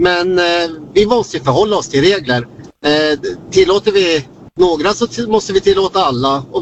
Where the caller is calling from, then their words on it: Gävle, Gävleborg County, Sweden